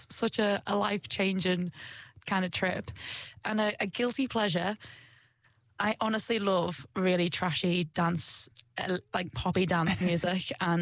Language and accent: English; Liverpool, North West England, United Kingdom; now in Christchurch, New Zealand; I am from Liverpool, but I call Ōtautahi Christchurch home. I have done for almost 9 years.